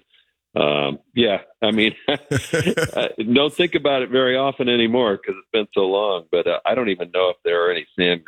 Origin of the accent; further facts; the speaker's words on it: Oneida, United States; Yeah, we both my brother and I grew up there in Oneida, just outside of Oneida there.